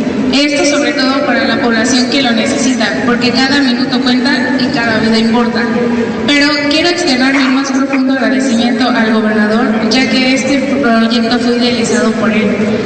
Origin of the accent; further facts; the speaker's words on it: Puebla, Mexico; como mujer, como poblana